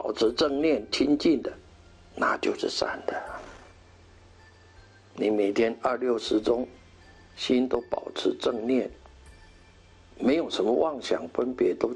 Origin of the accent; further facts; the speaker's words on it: Taiwan; 我们台湾人呢、啊、不错，很喜欢布施，很喜欢做善事，很慷慨